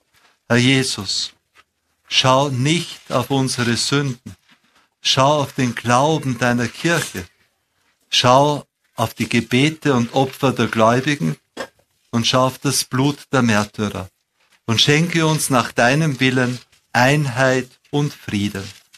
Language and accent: German; Austria; Aber bei uns in Österreich weiß man nicht, dass wir hier eine Ausnahme haben, weil bei uns stehen die Leute nur irgendwie mit den Händen herum.